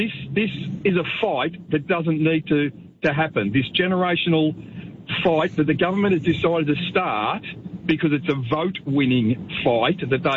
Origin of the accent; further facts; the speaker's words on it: Ballarat, Victoria, Australia; Yes, well, I mean, I grew up in Ballarat